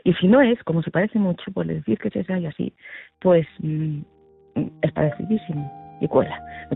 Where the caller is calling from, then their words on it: Madrid, Community of Madrid, Spain; de Madrid